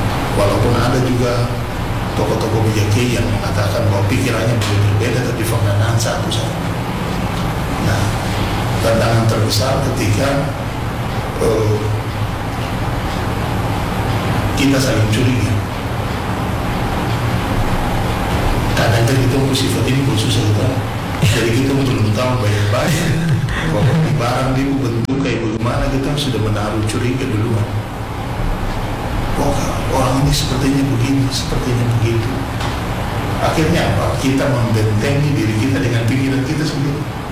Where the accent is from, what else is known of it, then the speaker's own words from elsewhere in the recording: Maluku, Indonesia; kita mengakui sebagai orang Kei karena 400 tahun, 500 tahun lalu leluhur kita sudah di sini.